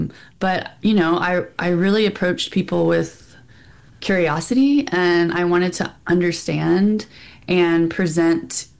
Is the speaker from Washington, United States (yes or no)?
no; Memphis, Tennessee, United States; I'm from Memphis.